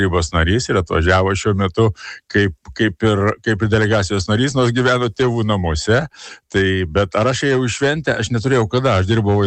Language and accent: Lithuanian; Šiauliai, Šiauliai County, Lithuania; aš niekada neslėpiau, kad esu šiaulietis.